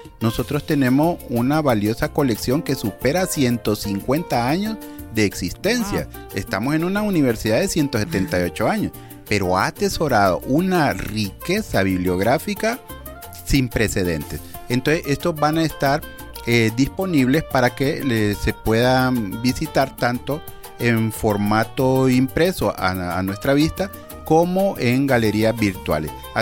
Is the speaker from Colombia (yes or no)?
no; Honduras; la obra la sentimos como hondureña, como propia